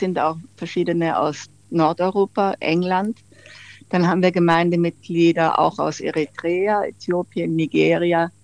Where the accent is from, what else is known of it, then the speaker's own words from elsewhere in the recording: Austria; Ich bin Österreicherin, ich habe lieber einen kleinen schwarzen oder einen Espresso.